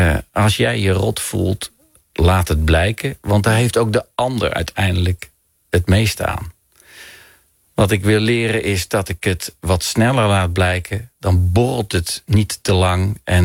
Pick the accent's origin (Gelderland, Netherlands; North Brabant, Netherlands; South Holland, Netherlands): North Brabant, Netherlands; Rosmalen; born there; moved away; Ik kan nog steeds naar mijn geboortedorp Rosmalen bij Den Bosch rijden, door de straat waar ik geboren ben.